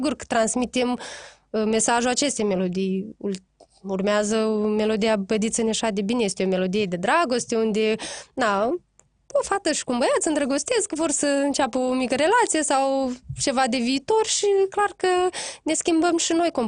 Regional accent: Moldova; țin cont și de zona noastră, că suntem din Moldova, din Basarabia, nu încerc să mă duc în alte zone din România.

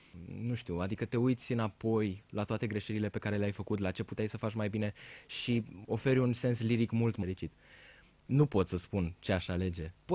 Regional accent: Roșiori de Vede, Teleorman, Romania; moved away as an adult; now in Bucharest, Romania; e și orașul în care am crescut 17-18 ani de zile

